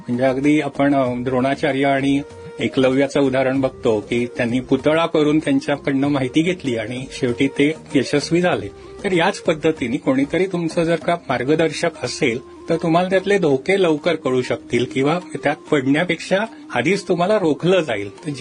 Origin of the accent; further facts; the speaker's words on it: Maharashtra, India; Basically मी मराठी आहे, मराठी माणसंही पैसेवाली व्हावी हा त्याच्यामागे एक सुप्त हेतू आहे.